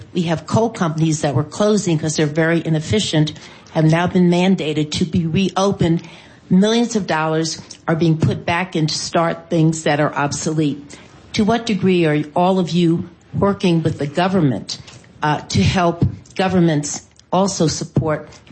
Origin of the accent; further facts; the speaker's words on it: Indiana, United States; I'm from Indiana, and there's an interesting duality.